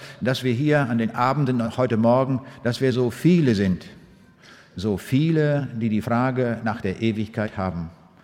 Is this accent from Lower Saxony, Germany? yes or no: yes; Braunschweig, Lower Saxony, Germany; Ich komme aus der Stadt Braunschweig und in Braunschweig lebt ein Herzog mit dem Namen Heinrich der Löwe